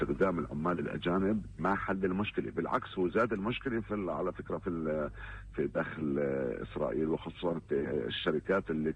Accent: Palestine; احنا كفلسطينيين

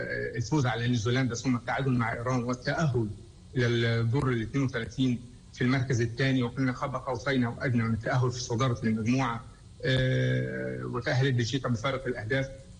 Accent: Egypt; احنا كنا هنا في مصر بنشجع المنتخب الفلسطيني

